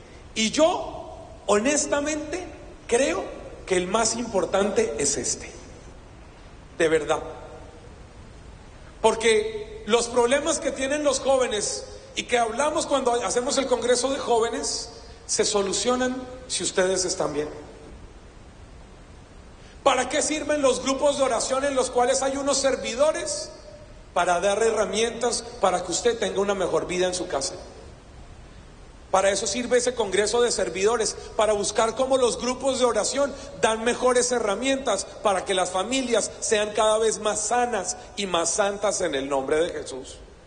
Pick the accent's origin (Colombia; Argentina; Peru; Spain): Colombia; soy colombiano, ¿no se nota? Soy colombiano.